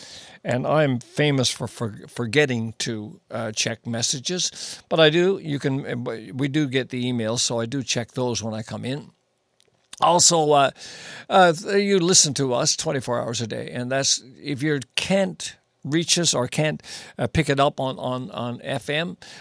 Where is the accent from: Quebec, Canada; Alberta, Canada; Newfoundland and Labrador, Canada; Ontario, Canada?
Newfoundland and Labrador, Canada; Woody Point; it's so gorgeous, my hometown, Woody Point.